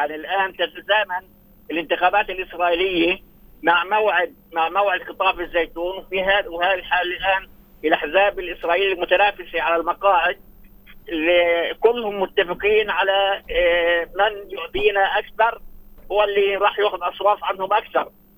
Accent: Palestine; احنا إلنا كفلسطينيين

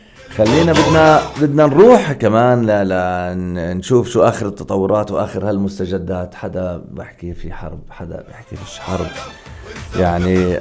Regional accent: Palestine; معقول عندنا في فلسطين؟

